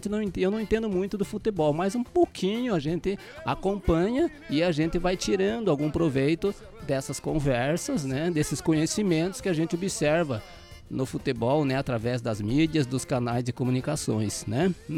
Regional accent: Brazil; A gente é brasileiro

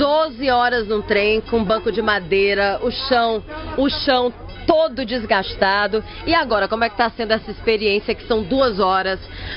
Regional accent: Fortaleza, Ceará, Brazil; moved away; Eu também não perdi o sotaque, eu sou lá do Ceará, Fortaleza.

